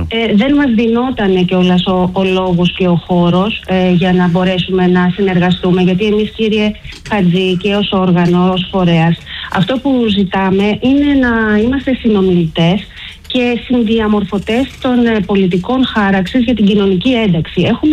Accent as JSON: {"language": "Greek", "country": "Greece", "said": "Εγώ πάντως λέω ότι είμαστε Έλληνες."}